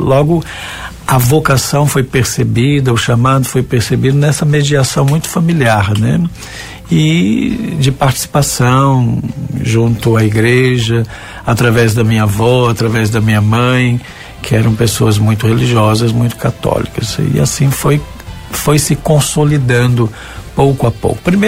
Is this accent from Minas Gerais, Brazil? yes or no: yes; Juiz de Fora, Minas Gerais, Brazil; moved away; also born or lived in Campo Grande, Rio de Janeiro; Mas a nossa infância foi vivida em Minas Gerais, sobretudo na cidade de Juiz de Fora